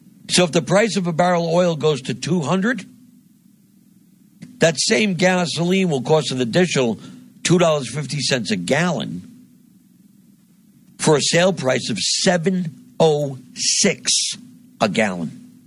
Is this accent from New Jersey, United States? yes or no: yes; New Jersey, United States; born there; here in my home state of New Jersey